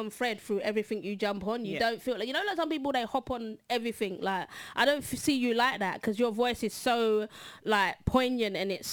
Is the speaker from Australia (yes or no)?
no; London, United Kingdom; I'm from East, innit?